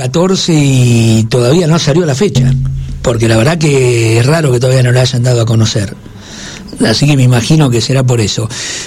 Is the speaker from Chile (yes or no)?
no; Corral de Bustos, Córdoba, Argentina; moved away as an adult; Yo me vine de más grande, de Corral de Bustos.